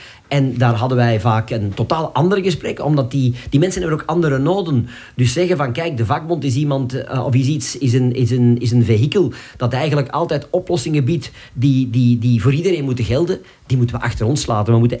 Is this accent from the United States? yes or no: no; Flanders, Belgium; also born or lived in Schaarbeek; now in Nossegem, Belgium; Ik kom uit de Kempen eigenlijk.